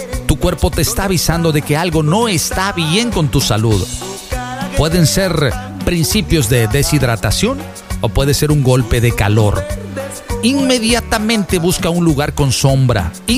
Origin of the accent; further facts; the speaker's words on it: Veracruz, Mexico; yo soy de oro, y yo soy jarocho.